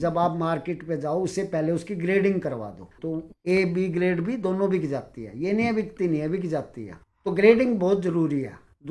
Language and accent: Hindi; Delhi, India; मैं तो दिल्ली का ही रहने वाला हूँ